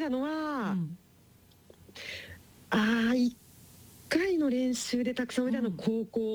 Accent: Kyoto, Japan; 私は出身が京都府なんですけれども

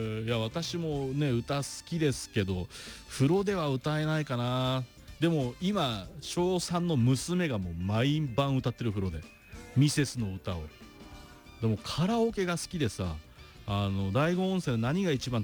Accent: Sano, Tochigi, Japan; 私の地元の佐野

